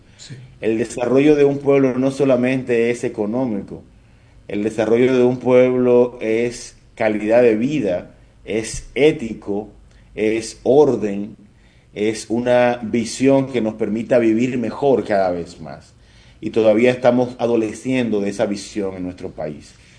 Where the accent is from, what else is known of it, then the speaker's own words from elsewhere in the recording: Cibao, Dominican Republic; las personas del Cibao Central hemos construido nuestras ciudades en medio de esa falla